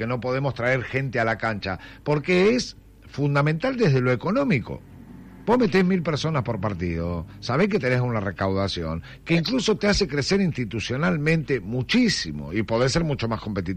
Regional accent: Tres Arroyos, Buenos Aires Province, Argentina; moved away; yo soy de los Pagos de Tres Arroyos.

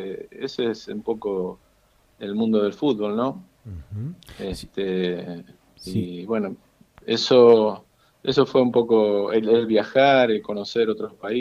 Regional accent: Villa Constitución, Santa Fe, Argentina; moved away; yo soy de Villa Constitución, una ciudad que está a 50 kilómetros de Rosario, a 20 kilómetros de San Nicolás, que es la casa de María.

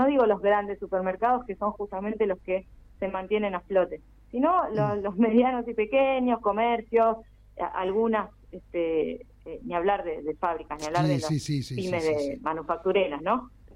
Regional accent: Mar del Plata, Buenos Aires Province, Argentina; yo soy de Mar del Plata

